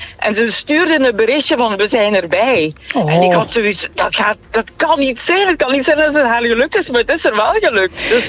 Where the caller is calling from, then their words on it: Flanders, Belgium; dus wij zijn Limburgers.